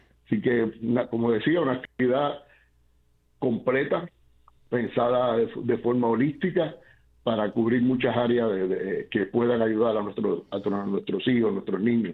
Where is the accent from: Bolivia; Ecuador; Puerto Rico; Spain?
Puerto Rico; cosas que debemos hacer como puertorriqueños